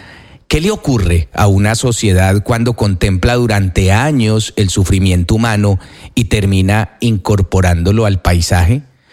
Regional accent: Colombia

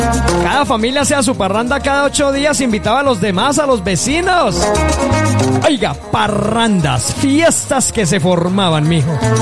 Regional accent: Colombia; Como nos criamos aquí en Colombia

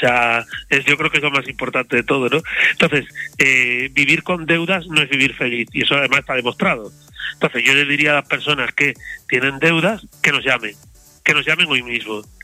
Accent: Andalusia, Spain; moved away; yo no soy de Madrid, yo soy de aquí de España, pero soy de una región de Andalucía.

